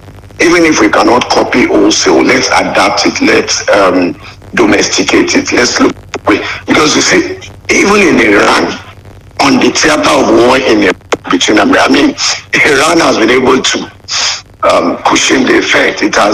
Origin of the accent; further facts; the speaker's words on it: Nigeria; as a Nigerian